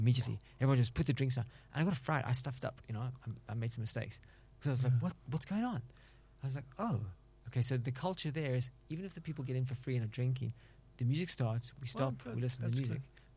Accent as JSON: {"language": "English", "country": "South Africa", "said": "as a South African jazz musician"}